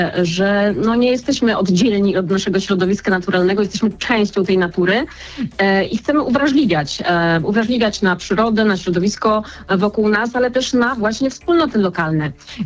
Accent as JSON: {"language": "Polish", "region": "Podlaskie Voivodeship", "country": "Poland", "said": "pochodzę z Podlasia"}